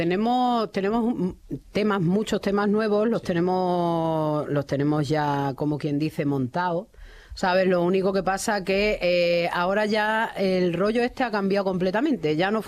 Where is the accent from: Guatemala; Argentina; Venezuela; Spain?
Spain; Quintana de la Serena, Extremadura; yo soy de Quintana de la Serena.